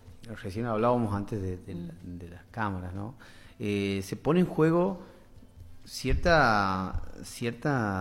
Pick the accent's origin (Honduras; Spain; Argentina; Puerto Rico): Argentina